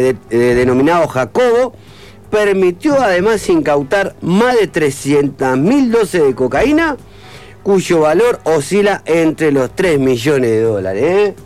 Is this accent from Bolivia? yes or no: no; Uruguay